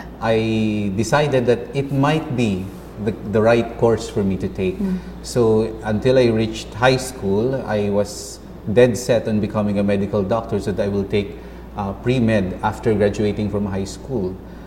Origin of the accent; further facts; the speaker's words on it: Marikina, Metro Manila, Philippines; I grew up in Marikina City, and coming from a very, very Catholic family.